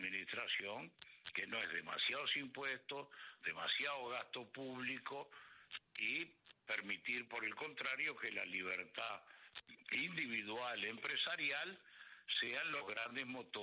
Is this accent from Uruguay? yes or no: yes; Uruguay